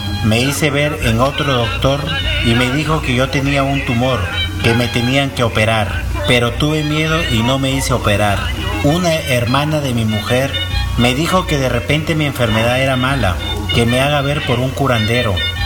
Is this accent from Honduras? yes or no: no; Ayaviri, Puno, Peru; tengo 45 años. Soy de Ayaviri.